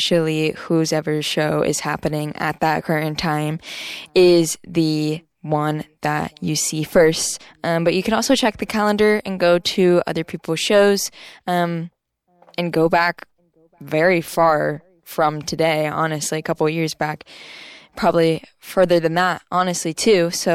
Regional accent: Bay Area, California, United States; now in Los Angeles, United States; I'm from the Bay Area, so shout out Berkeley. I'm not from Berkeley, but I'm on the other opposite side of the bay on the peninsula.

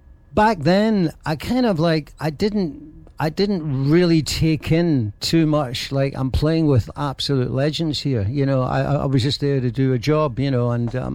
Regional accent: Glasgow, Scotland, United Kingdom; moved away; also born or lived in London; Glasgow, which is the city that I'm originally from

